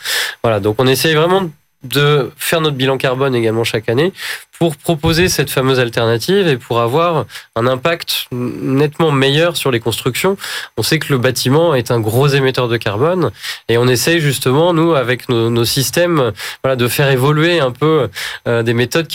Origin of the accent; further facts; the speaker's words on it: Orléans, Centre-Val de Loire, France; Moi, je viens d'Orléans.